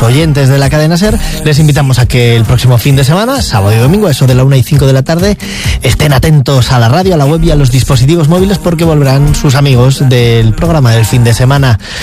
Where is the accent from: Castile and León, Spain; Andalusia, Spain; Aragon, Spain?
Castile and León, Spain; El Bierzo; las castañas asadas de mi tierra del Bierzo.